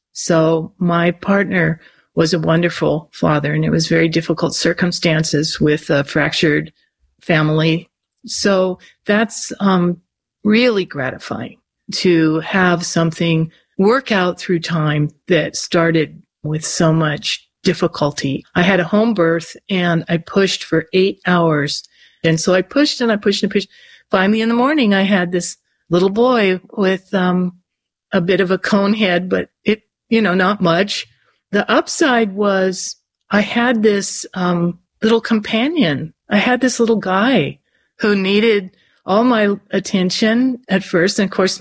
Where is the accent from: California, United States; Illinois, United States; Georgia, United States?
California, United States; she's from Wyoming and I'm from California, and this is the common denominator.